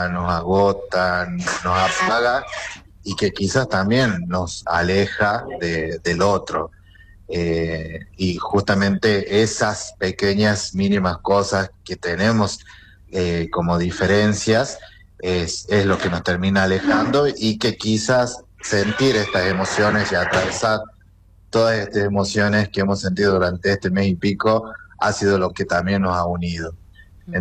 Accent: Argentina; el orgullo que hemos sentido como argentinos.

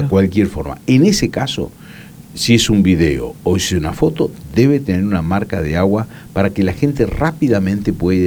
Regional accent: Argentina

